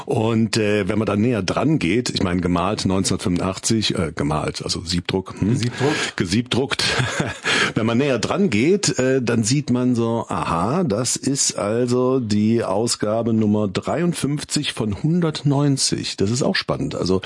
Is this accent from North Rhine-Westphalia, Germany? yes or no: yes; Cologne, North Rhine-Westphalia, Germany; ich bin ja ein Kölsche Junge